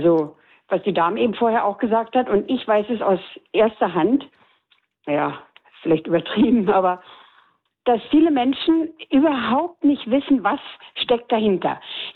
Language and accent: German; East Germany, Germany; Aber ich selbst bin aus der DDR, habe gleich nach der Wende ein Reformhaus gegründet und 15 Jahre betrieben.